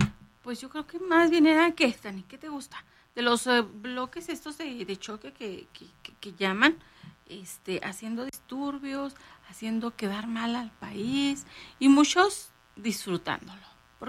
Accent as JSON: {"language": "Spanish", "country": "Mexico", "said": "volver a ver una inauguración en mi país"}